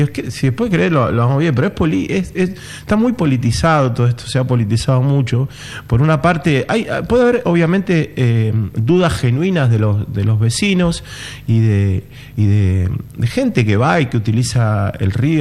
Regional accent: Rosario, Santa Fe, Argentina; No, la verdad que no viví en la ciudad, no tengo mucha, la verdad, pero sí venía y soy rosarino

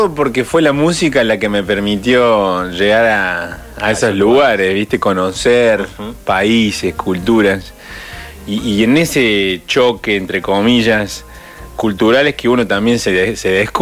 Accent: Córdoba, Argentina; yo no soy de Puerto Rico, ¿viste? Claro. ¿De dónde soy? De Córdoba.

